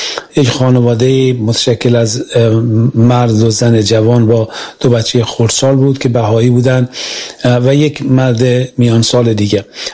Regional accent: Semirom, Isfahan, Iran; من زاده سمیروم هستم، در میان کوهای زاگرس بزرگ شدم

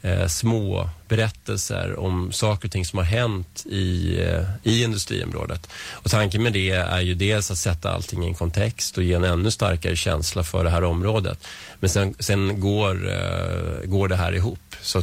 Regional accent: Vällingby, Stockholm County, Sweden; also born or lived in Strängnäs; now in Nacka, Sweden; Jag kommer ju inte härifrån. Jag kom från Vällingby från början och sen har jag bott i stan och jag har bott i Strängnäs då, som sagt. Men vi flyttade hit 2007

